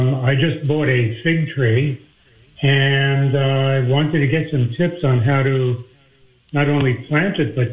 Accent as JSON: {"language": "English", "town": "New York City", "region": "New York", "country": "United States", "tie": "born or raised there", "said": "growing up in Brooklyn"}